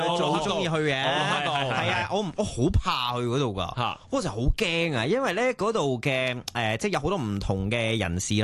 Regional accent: New Territories, Hong Kong; 我系葵涌人啊嘛，我唔过海噶，

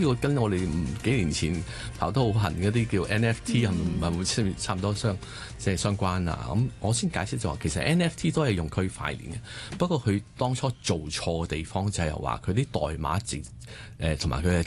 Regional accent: Hong Kong

